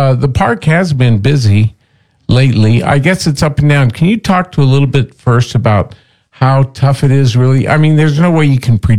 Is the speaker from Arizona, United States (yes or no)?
yes; St. David, Arizona, United States; what it was like when I was growing up here